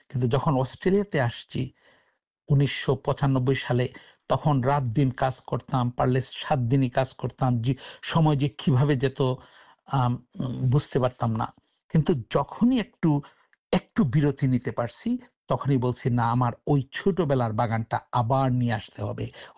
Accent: Bangladesh; now in Sydney, Australia; আমি বাংলাদেশে আমার জন্ম এবং বেড়ে ওঠা

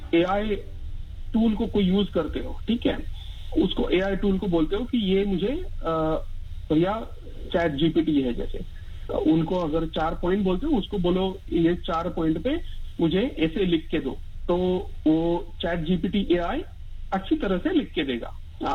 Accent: Pune, Maharashtra, India; moved away as an adult; now in Australia

